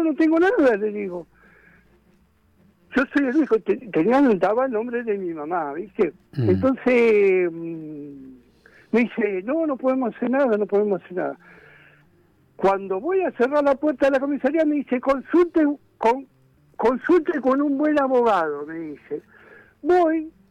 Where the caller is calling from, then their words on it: La Reja, Buenos Aires Province, Argentina; de la Reja, padre.